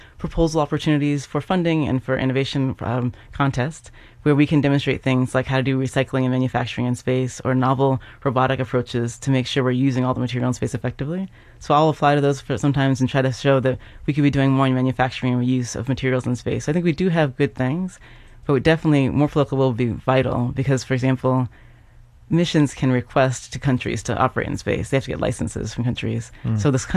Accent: United States; I'm an American. I live in America.

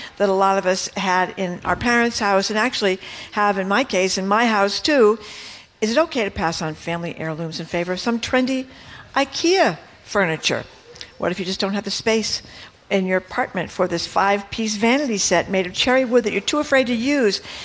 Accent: Fall River, Massachusetts, United States; in my house at home when I was growing up in Fall River, one of the things that people took twice was silver.

